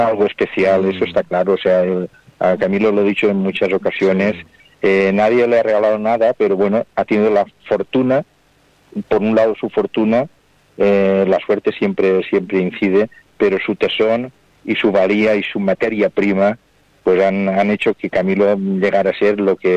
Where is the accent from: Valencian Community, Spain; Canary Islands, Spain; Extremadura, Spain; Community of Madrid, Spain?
Valencian Community, Spain; Alcoy; Nada, yo soy de Alcoy, pero así, con todas sus palabras.